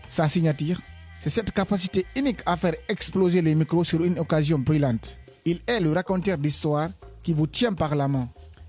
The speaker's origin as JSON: {"language": "French", "country": "Guinea", "lives_now": "France", "said": "j'ai 16 ans, je viens de Guinée-Conakry."}